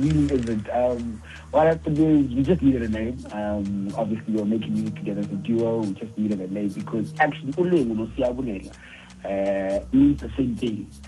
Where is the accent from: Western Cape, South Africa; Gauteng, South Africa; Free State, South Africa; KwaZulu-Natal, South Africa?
Gauteng, South Africa; Soweto; Joburg, born and bred. Born and bred in Joburg.